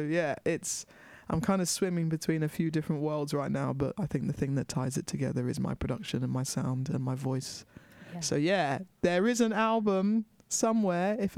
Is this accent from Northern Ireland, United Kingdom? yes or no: no; London, United Kingdom; growing up in London in such a multicultural place from such a, you know, black, essentially like black Caribbean background, but growing up in London